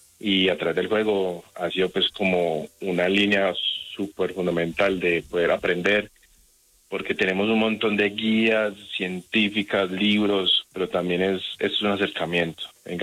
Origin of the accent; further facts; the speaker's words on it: Colombia; nosotros como colombianos